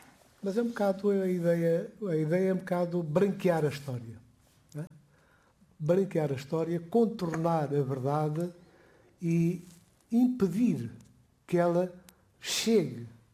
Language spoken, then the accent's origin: Portuguese; Guinea-Bissau; Eu sou da Guiné-Bissau. Um país que deu um concurso enorme para a chegada da democracia.